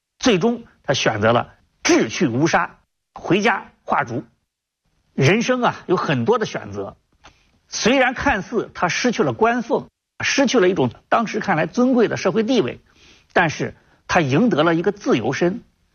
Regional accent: Jiangnan, China; 江南呢，就我的家乡啊，我家乡的鲜笋阳春三月的时候好吃极了

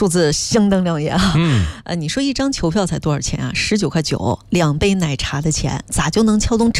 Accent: Inner Mongolia, China; 因为我是内蒙人

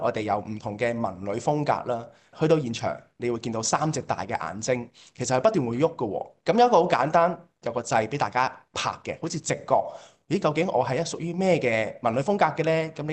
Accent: Hong Kong; 我自己本身都是香港土生土長

